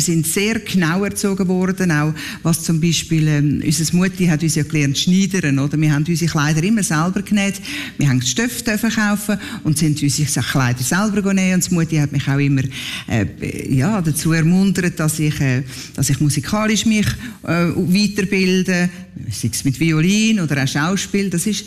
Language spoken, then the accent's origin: German; Schwyz, Switzerland; Also, wir sind wohlbehütet in der Schweiz am Hauptplatz aufgewachsen.